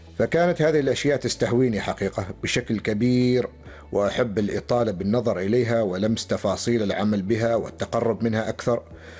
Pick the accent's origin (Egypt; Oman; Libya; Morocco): Oman; كذلك نحن كعمانيين شابين وشابات نستطيع فعلا إن شاء الله تعالى نوصل إلى مستويات عالية